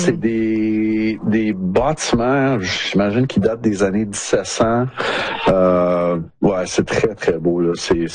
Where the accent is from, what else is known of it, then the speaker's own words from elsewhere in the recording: Canada; ils m'ont demandé si je venais du Canada. Je dis ben oui